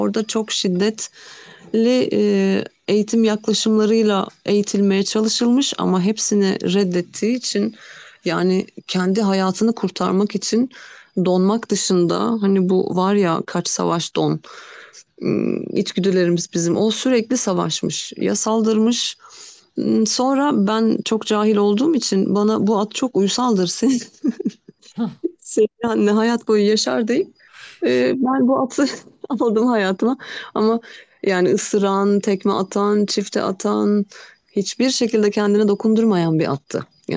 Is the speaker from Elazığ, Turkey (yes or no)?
no; Kırklareli, Turkey; born there; 80, 1980 doğumluyum. Kırklareli doğumluyum.